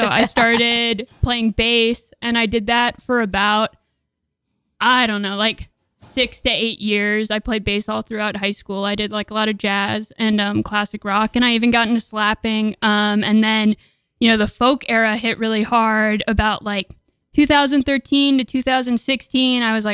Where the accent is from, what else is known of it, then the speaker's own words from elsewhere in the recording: Connecticut, United States; I'm from Connecticut, actually. It's like the worst state ever.